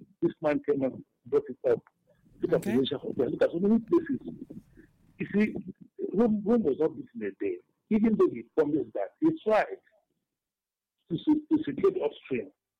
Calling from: Enugu, Enugu State, Nigeria; I'm coming from Enugu.

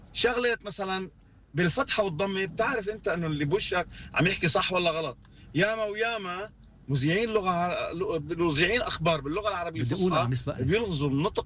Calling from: Harissa, Keserwan-Jbeil, Lebanon; first language Arabic; من حريصة.

